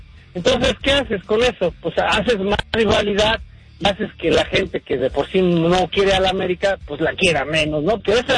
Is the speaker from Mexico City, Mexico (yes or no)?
yes; Mexico City, Mexico; Mira, yo de chavito, por la cuestión, yo soy de la Ciudad de México, por vivir en el centro y todo, yo me hice aficionado al Cruz Azul